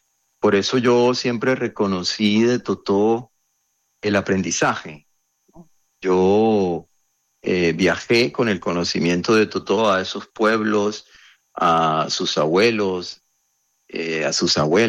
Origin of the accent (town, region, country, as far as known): Cartagena, Bolívar, Colombia; born or raised there; moved away; also born or lived in Bogotá